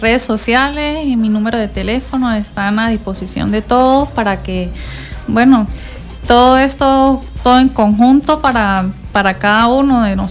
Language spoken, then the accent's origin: Spanish; San Juan de Colón, Táchira, Venezuela; now in San Cristóbal, Venezuela; nosotros venimos de San Juan de Colón.